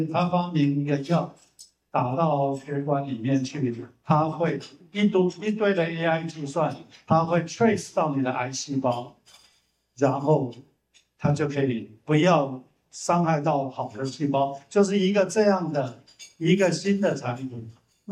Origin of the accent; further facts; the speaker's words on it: Taiwan; 那我们台湾人呢，淡水都花了我们40年，我们好不容易把淡水都搞干净了